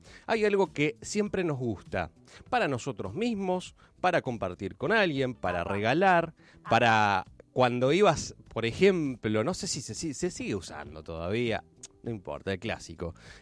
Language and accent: Spanish; Argentina; Somos argentinos, guarda, guarda porque también tiene que ver con esto, con el ADN argentino, con los gustos, con las costumbres, está el mate, el asado, el fútbol, el tango